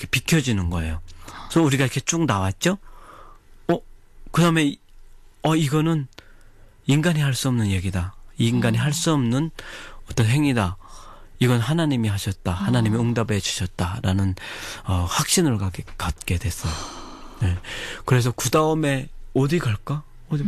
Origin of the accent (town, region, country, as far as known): North Korea; moved away as an adult